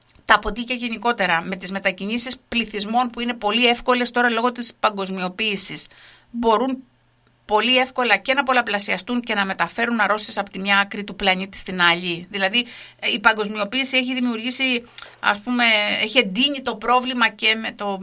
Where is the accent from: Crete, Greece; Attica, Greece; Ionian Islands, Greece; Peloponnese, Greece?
Ionian Islands, Greece; Laganas; στην ιδιαίτερη, πολύ ιδιαίτερη περιοχή που μεγάλωσα στο Λαγανά